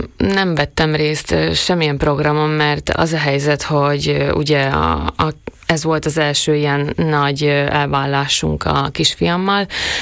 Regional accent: Svodín, Nitra Region, Slovakia; now in Pezinok, Slovakia; sokat vagyunk apukámnál Komáromba, meg Szőgyénben, ugye, ahonnan én származom, a nagypapáméknál, meg a nevelőanyukámnál, és meg aztán otthon Pezinokban, még Pezinokban lakunk.

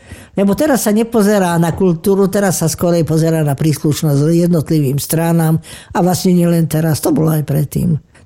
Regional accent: Kežmarok, Prešov Region, Slovakia; born or raised there

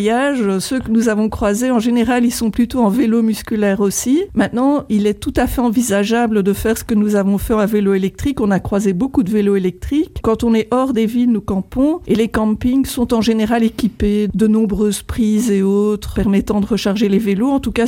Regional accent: Brussels, Belgium; On vient de Bruxelles, une ville où on pourrait se faire dérober toutes nos affaires près d'une gare.

